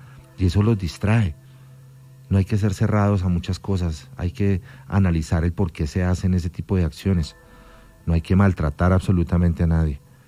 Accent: Colombia; somos colombianos y somos unos berracos

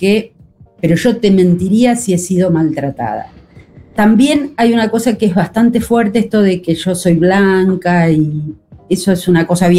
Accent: Argentina; moved away as an adult; now in Florianópolis, Brazil

